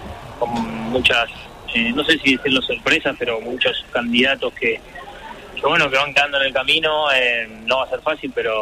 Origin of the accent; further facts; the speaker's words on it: Argentina; somos como cualquier argentino